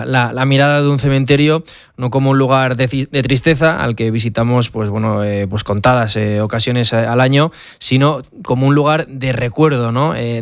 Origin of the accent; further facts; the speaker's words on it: Elizondo, Navarre, Spain; el cementerio de mi pueblo, que se lo voy a decir y si se presenta yo creo que va a ganar, el de Elizondo, en el Valle de Baztán.